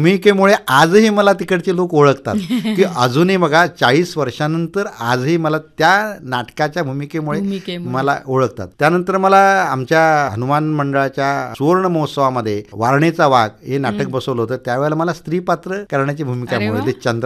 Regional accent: Konkan, India

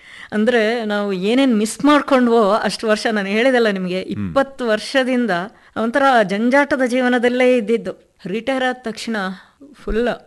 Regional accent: Karnataka, India; first language Kannada; ನಾವು ಕರ್ನಾಟಕದವರು, ಕನ್ನಡನೇ ನಮ್ಮ ಮಾತೃಭಾಷೆ

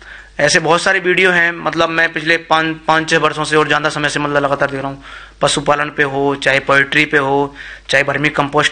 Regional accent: Rajasthan, India; मैं जिस क्षेत्र से आता हूँ मैम, वहाँ राजस्थान का होने को तो वैसे सबसे उत्तम क्षेत्र है वो हाड़ौती का, वार्षिक जो वर्षा है उसका स्तर भी अच्छा है, जंगल का जो क्षेत्र भी अच्छा है

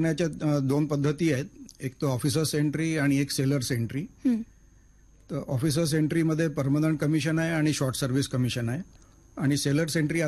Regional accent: Nagpur, Maharashtra, India; moved away as an adult; माझा जन्म आणि शिक्षण नागपुरात झालंय. नागपूर विद्यापीठातून MSc केल्यानंतर

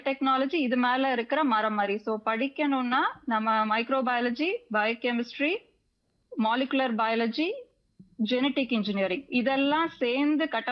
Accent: Karaikudi, Tamil Nadu, India; born there; also born or lived in Tiruchirappalli / Tirunelveli; காரைக்குடியில் பிறந்திருக்கேன்.

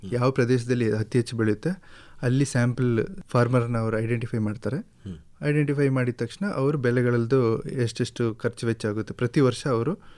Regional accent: Ponnampet, Karnataka, India; ಕೊಡಗು ಜಿಲ್ಲೆಯಲ್ಲಿ ಪೊನ್ನಂಪೇಟೆ ಕಡೆಯವರು.

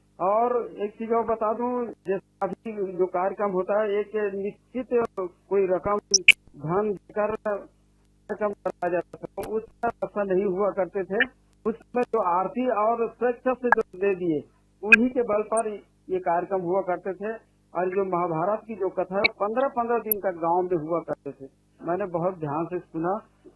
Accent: Chhattisgarh, India; मेरे गांव में, सलोनी ग्राम, सलोनी जो खैरागढ़ के पास है

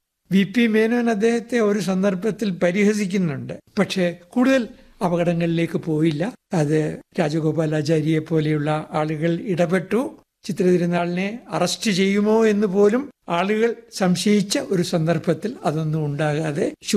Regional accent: Kayamkulam, Kerala, India; now in Thiruvananthapuram, India; ഞാന് തിരുവനന്തപുരത്താണ് ജീവിക്കുന്നത്, ഞാൻ പക്ഷെ ജനിച്ചത് കായംകുളത്താണ്. അപ്പൊ കുട്ടിക്കാലത്തോടെ പഠിക്കാനും സാധിച്ചു. വീടിനടുത്തായിട്ട് കൃഷ്ണപുരം കൊട്ടാരമുണ്ട്.

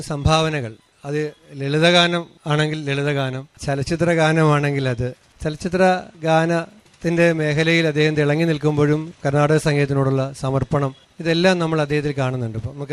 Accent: Kerala, India; ഒരു മലയാളി എന്ന നിലയിൽ … അനുസ്മരിക്കുന്ന ഒരു ചടങ്ങിൽ പങ്കെടുക്കുക എന്നത് എൻ്റെ ഉത്തരവാദിത്വമാണ്

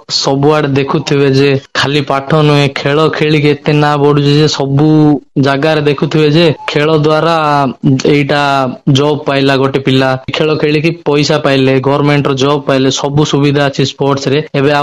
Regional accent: Odisha, India; ଓଡ଼ିଶାରୁ ମୁଁ ଜଣେଇ ଯାଇଥିଲି, ଆଉ ସେଇଟା ଥିଲା U21 ଥିଲା, ତ ସେତେବେଳେ ମୁଁ ଓଡ଼ିଶାରୁ ଜଣେ ଯାଇଥିଲି

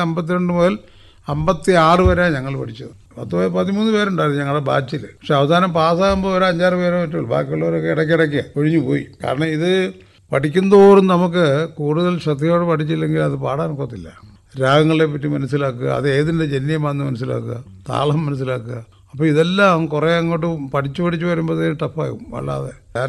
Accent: Kottayam, Kerala, India; born there

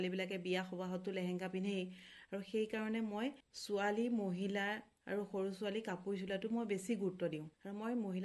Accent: Nanoi Teliya, Assam, India; মই নগাঁও জিলাৰ ননৈ তেলিয়া গাঁৱৰ ছোৱালী আৰু একেবাৰে ওচৰতে থকা বাদলগাঁৱৰ মই বোৱাৰী।

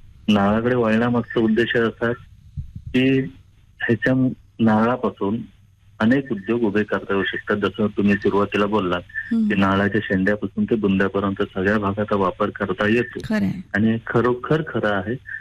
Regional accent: Mumbai, Maharashtra, India; मुळात मी मुंबईचाच आहे. 2011 मुंबईत करून गावाकडे आलेलो आहे.

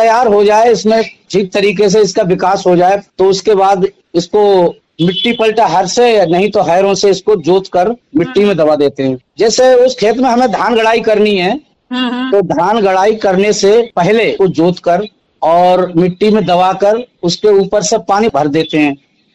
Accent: Talgautiya, Uttar Pradesh, India; और मेरा गांव का नाम ग्राम तालगौटिया, पोस्ट सिमरा बोरीपुर, ब्लॉक क्यारा, तहसील जिला बरेली।

